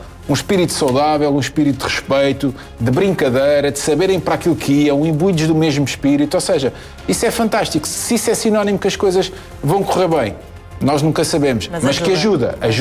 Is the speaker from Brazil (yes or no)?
no; Portugal; Então, espera aí, nós somos portugueses, nós queremos o carinho dos nossos.